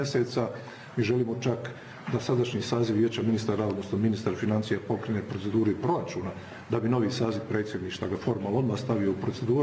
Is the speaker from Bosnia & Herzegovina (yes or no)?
yes; Bosnia & Herzegovina